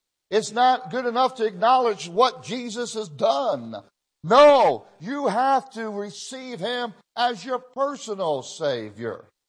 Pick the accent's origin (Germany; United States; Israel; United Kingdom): Israel; Now, when I was in Israel, I grew up in Israel, not all my young life, but partly